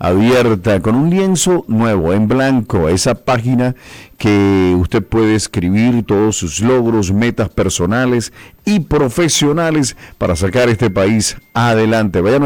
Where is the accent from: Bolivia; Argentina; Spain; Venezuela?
Venezuela; con esa mística que nos destaca como venezolanos.